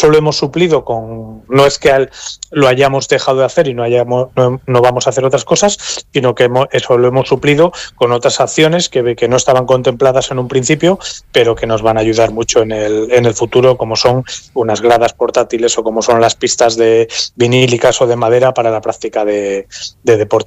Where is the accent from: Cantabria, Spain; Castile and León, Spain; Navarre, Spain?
Cantabria, Spain; Torrelavega; para los que somos de Torrelavega de toda la vida